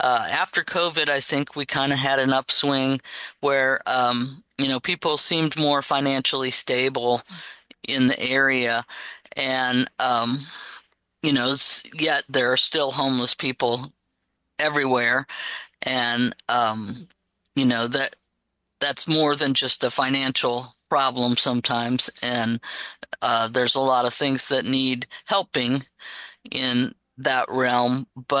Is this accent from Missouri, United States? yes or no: yes; Missouri, United States; now in Columbia, United States; growing up in Missouri.